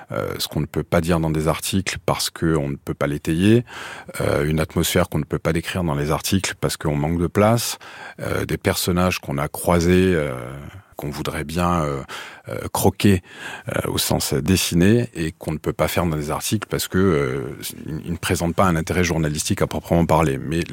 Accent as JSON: {"language": "French", "region": "Corsica", "country": "France", "tie": "born or raised there", "moved": "as an adult", "lives_now": "Paris, France", "said": "c'est l'endroit où je suis né, j'ai grandi et où je continue à vivre une partie de l'année, même si désormais j'habite à Paris. En l'occurrence, en matière de territoire, je pense que ce que je connais le mieux, c'est la Corse"}